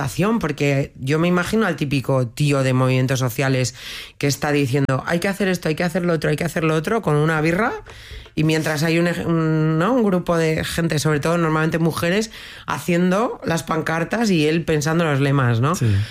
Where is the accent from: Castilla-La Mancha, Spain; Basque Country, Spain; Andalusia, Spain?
Basque Country, Spain; Pues porque somos gente peleona. Porque vivir en Bilbao es